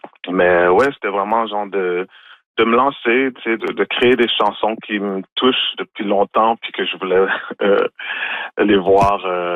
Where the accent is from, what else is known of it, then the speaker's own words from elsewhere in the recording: Montreal, Quebec, Canada; moi, bon, quand je suis né à Montréal, par exemple, en Haïti, puis j'ai appris le créole au Québec. Mon créole haïtien, je l'ai appris au Québec, donc j'ai pas appris en Haïti.